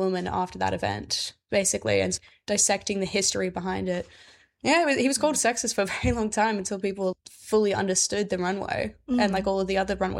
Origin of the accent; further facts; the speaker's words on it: England, United Kingdom; now in Brisbane, Australia; I'm from England.